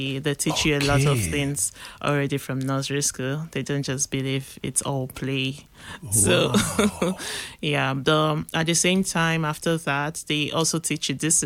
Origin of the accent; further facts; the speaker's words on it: Italy; English is a second language; also born or lived in Benin City, Nigeria; I'm from Nigeria. I was born in Nigeria, Benin City, Edo State. And I grew up a bit in Italy.